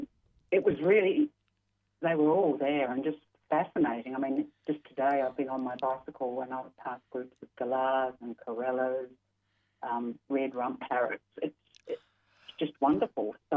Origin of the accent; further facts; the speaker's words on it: New Zealand; now in Australia; My father was quite interested in birds, and I'm from New Zealand originally. And we did have tuis in our backyard